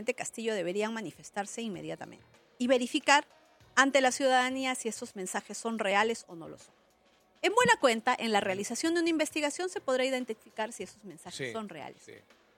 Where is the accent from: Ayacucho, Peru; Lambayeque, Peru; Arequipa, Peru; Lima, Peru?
Ayacucho, Peru; Huamanga; Yo soy una mujer ayacuchana, huamanguina, amante de mi cultura, de mi tradición.